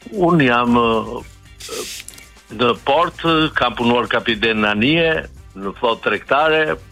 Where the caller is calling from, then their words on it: Vlorë, Vlorë County, Albania; Unë jam nga Vlora